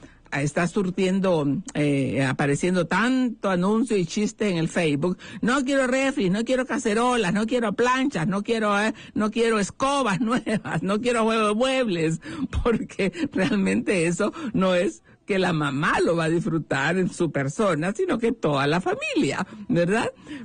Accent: Honduras; nuestra amada Honduras

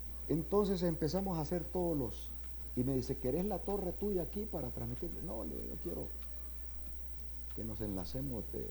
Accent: Choluteca, Honduras; moved away; …, el satélite de Choluteca, en honor a mi pueblo.

